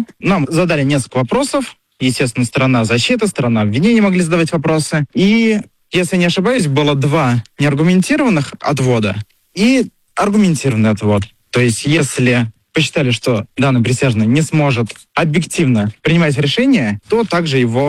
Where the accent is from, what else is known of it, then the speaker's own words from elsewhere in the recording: Samara Oblast, Russia; я из Самарской области.